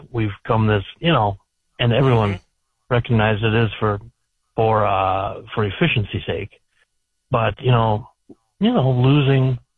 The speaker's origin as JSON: {"language": "English", "town": "Benson", "country": "United States", "tie": "born or raised there", "said": "I'm here in my hometown of Benson"}